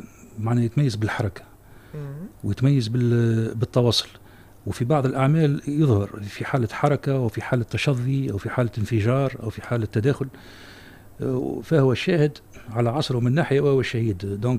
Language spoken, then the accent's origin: Arabic; Tunisia; عندنا في تونس